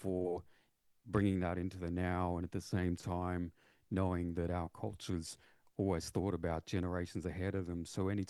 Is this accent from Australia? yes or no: yes; Victoria, Australia; myself being Yorta Yorta, born and raised on Yorta Yorta Waka, for instance, for me, that's something that's very prominent in terms of my very existence too. And it's part of why I moved back home from Ngarrum to be with the land